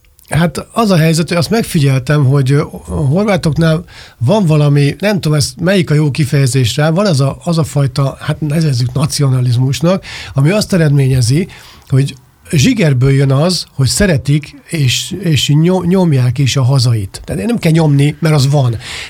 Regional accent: Hungary; De nagyon okosak tudunk lenni. Mi mint magyarok.

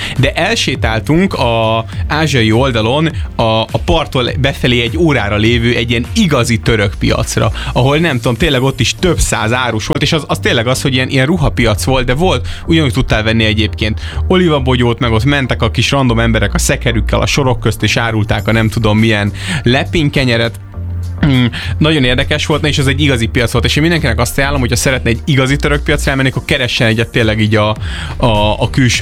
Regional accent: Budapest, Hungary; Budapestről jöttünk, alig van pénzünk, tényleg, utána mondta, hogy magyar, szia, úgyhogy igen, ennyi volt. Budapest, Szoboszlai, amúgy ez nagyon érdekes volt, mindenki kérdezte, hogy hol, onnan származunk, mondtuk, hogy Hungary

